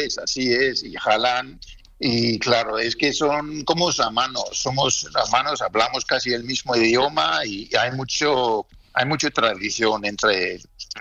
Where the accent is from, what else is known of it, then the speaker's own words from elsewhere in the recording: Spain; soy español, español, español.